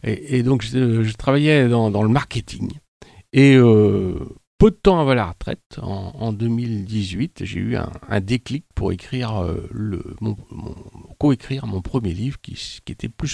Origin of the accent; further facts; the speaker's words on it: Saint-Nazaire, Pays de la Loire, France; born there; Ma mère est française. Et donc. Je suis né en 1960 à Saint-Nazaire, donc je connais très très bien ce terroir-là, toute cette communauté-là.